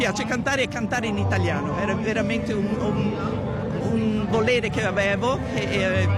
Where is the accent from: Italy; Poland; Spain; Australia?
Australia; born there; Italian is a second language; Sono nata qui, di genitori italiani che sono venuti in Australia negli anni 50.